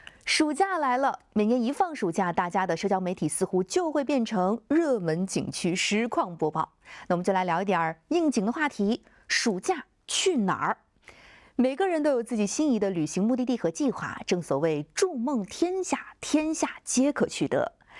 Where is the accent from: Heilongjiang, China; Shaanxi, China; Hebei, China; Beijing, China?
Shaanxi, China; Xi'an; 从我的家乡西安出发